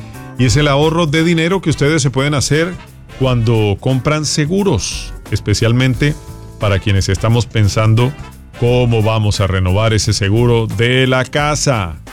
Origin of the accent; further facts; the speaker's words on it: Colombia; moved away; en mi país, Colombia